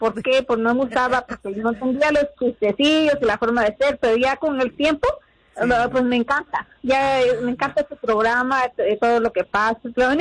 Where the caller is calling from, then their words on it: Mexico; a mí, como mexicana